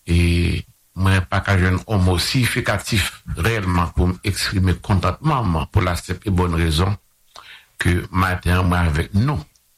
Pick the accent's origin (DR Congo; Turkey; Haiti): Haiti; Je ne suis pas diaspora, je suis haïtien.